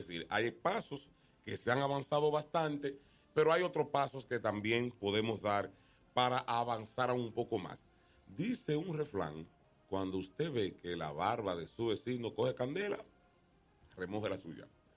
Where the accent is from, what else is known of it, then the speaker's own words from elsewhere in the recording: Dominican Republic; nosotros como dominicanos